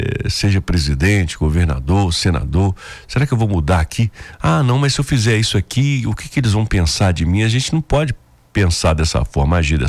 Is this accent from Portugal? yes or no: no; Brazil